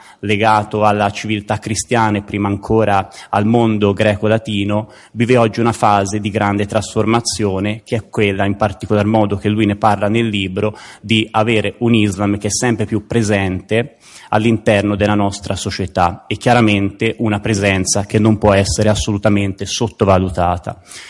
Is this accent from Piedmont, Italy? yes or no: no; Tuscany, Italy; non perché sono toscano